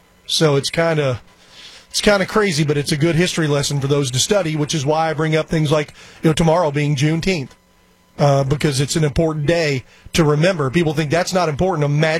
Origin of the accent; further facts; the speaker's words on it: Texas, United States; We're from Texas.